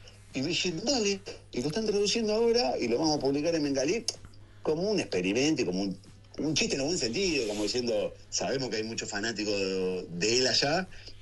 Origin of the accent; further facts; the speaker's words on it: Rosario, Santa Fe, Argentina; a mí por lo menos me remite a mi infancia en Rosario